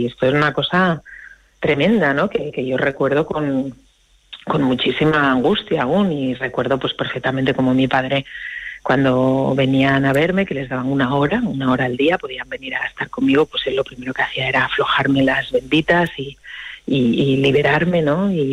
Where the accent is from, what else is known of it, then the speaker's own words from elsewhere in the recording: Asturias, Spain; ingresé en el Hospital Central de Asturias, porque yo soy asturiana